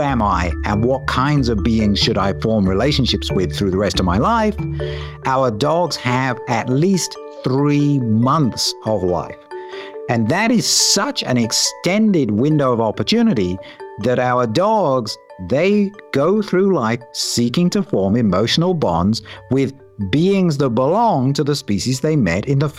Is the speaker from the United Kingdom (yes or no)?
yes; United Kingdom; I'm British